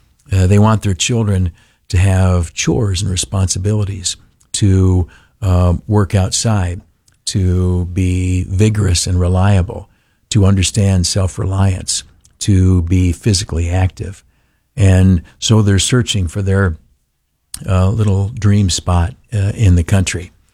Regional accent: New York, United States; I grew up in the Southern Tier, a very rural portion of upstate New York

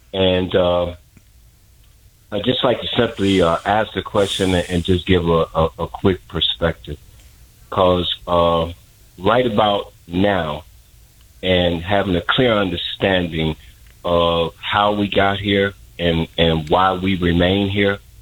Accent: Chicago, Illinois, United States; I'm an individual from Chicago, Illinois, and I have lived the entire civil rights movement.

